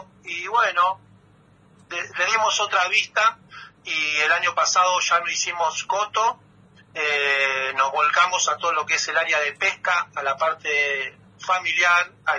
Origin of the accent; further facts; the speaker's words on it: Mar del Plata, Buenos Aires Province, Argentina; moved away; yo soy de Mar del Plata y vine a este lugar a vivir en paz.